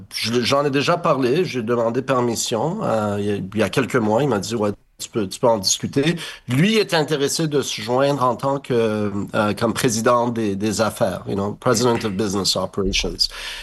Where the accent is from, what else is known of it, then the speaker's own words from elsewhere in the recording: Montreal, Quebec, Canada; le fait que moi, je suis Montréalais, je suis Québécois, je suis ici, je suis bilingue, comme on dit